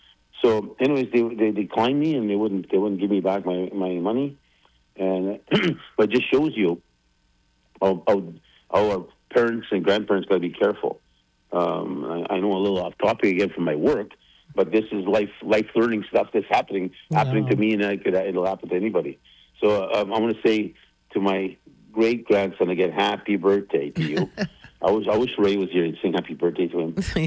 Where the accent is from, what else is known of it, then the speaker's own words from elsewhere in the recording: Manitoba, Canada; I come from Manitoba